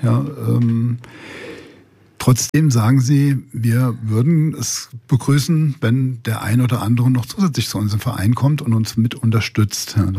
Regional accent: Bischofsheim, Hesse, Germany; Ja, eben, also ich kenne Bischofsheim, Ginsheim, ich bin in Bischofsheim aufgewachsen, ja, und ja, da ist Ginsheim ist das Dorf.

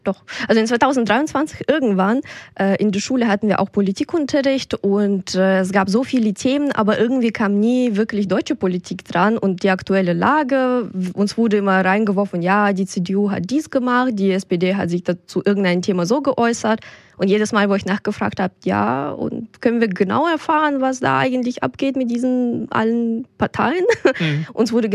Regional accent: Kazakhstan; German is a second language; now in Rüsselsheim, Germany; Freunde finden, Sprache lernen, weil ich komme tatsächlich aus Kasachstan und da war es das erste Jahr, man muss erstmal die Grundlagen schaffen

